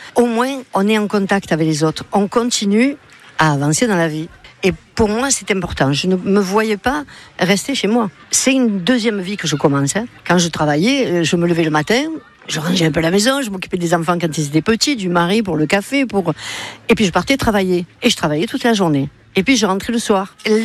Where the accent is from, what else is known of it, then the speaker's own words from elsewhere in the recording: La Ciotat, Provence-Alpes-Côte d'Azur, France; born there; Oui, je suis née à La Ciotat et j'y retourne toujours avec plaisir.